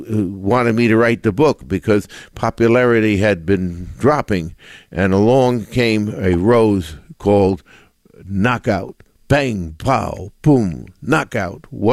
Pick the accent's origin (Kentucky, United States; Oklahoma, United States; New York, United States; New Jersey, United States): New York, United States; Long Island; I grew up on Long Island, and there on the North Shore was called the Gold Coast.